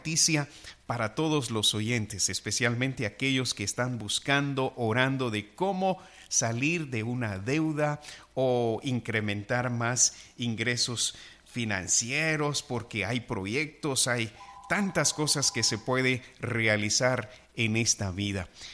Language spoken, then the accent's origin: Spanish; Guatemala; Como chapines a veces decimos, es gratis